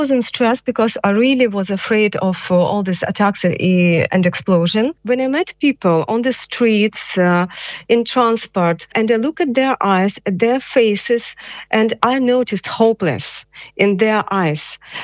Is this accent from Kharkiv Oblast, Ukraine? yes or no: yes; Kharkiv, Kharkiv Oblast, Ukraine; moved away as an adult; now in Ireland; I'm from Kharkiv originally. And after I left Ukraine